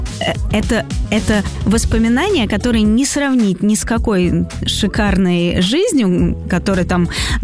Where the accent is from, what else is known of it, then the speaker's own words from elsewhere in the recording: Odesa, Odesa Oblast, Ukraine; moved away; я родилась не просто в Одессе, я родилась на Молдаванке. Mm-hmm. Да, и там провела именно все свое детство. Все свое детство именно на Молдаванке.